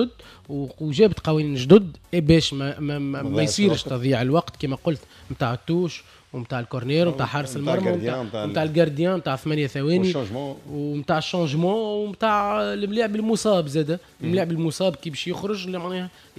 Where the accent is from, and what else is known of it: Tunisia